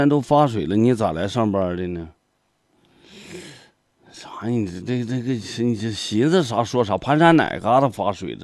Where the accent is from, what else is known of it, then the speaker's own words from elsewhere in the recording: Heilongjiang, China; moved away; 我们黑龙江那边老家那边就是。